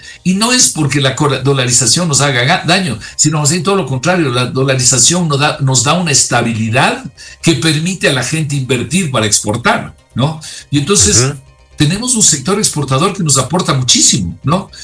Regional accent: Ecuador; los que acabamos pagando esas deudas somos nosotros, los ecuatorianos.

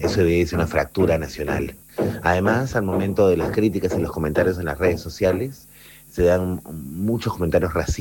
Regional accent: Peru; now in Lima, Peru; los peruanos nos encontramos en la encrucijada de votar por dos personas.

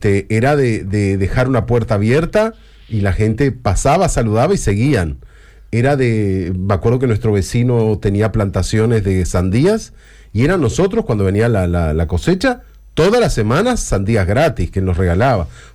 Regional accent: Artigas, Uruguay; also born or lived in Montevideo / Durazno / Rivera; Yo crecí mucho, si bien nací en Montevideo, pero crecí mucho tiempo en Artigas, en Durazno, en Rivera.

